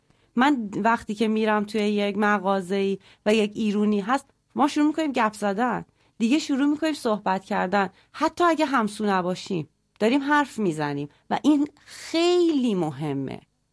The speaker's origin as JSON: {"language": "Persian", "country": "Iran", "tie": "born or raised there", "said": "من هنوزم حالا در سن و سالی که هستم، خب منم همه عمرمو در جمهوری اسلامی بزرگ شدم"}